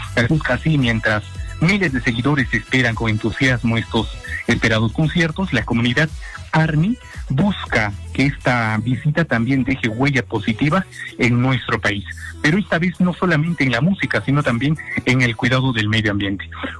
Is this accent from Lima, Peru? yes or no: no; Cusco, Peru; información en vivo desde Cusco.